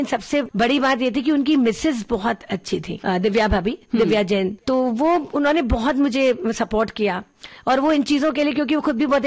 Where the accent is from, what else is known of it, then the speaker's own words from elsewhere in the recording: Agra, Uttar Pradesh, India; now in Mumbai, India; तो मैंने कहा अंकल मैं आगरा से हूँ।